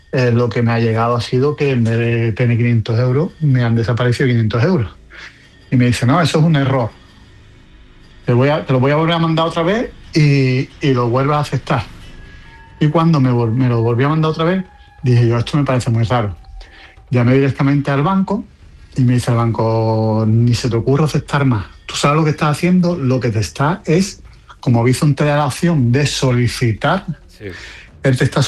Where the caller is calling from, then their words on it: Estepona, Andalusia, Spain; Y yo el fin de semana bajo de Madrid por el coche y soy de Estepona.